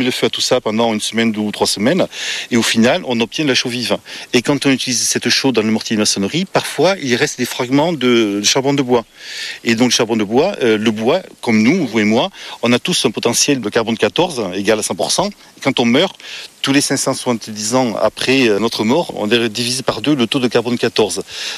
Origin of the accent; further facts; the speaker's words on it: Verse, France; born there; now in Cabourret, France; je suis archéologue, je suis né à Verse et j'habite maintenant à Cabourret.